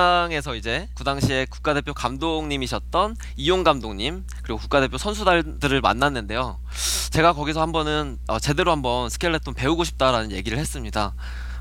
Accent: Gwangyang, South Jeolla, South Korea; 눈도 잘안 내리는 전라남도 광양이 제 고향이거든요.

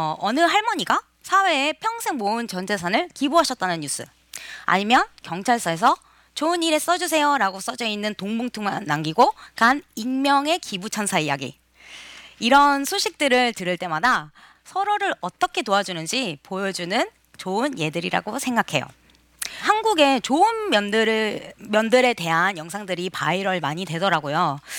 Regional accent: Argentina; moved away as an adult; 전 이 먼 나라 아르헨티나에서 35년 동안 계속 쭉 살았고

